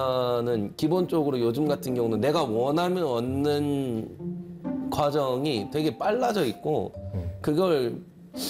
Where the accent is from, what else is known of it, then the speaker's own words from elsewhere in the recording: South Jeolla, South Korea; 제가 전라남도 사람이.